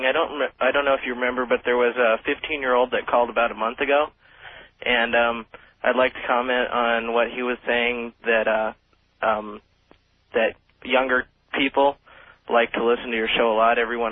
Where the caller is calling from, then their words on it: Phoenix, Arizona, United States; I'm from Phoenix.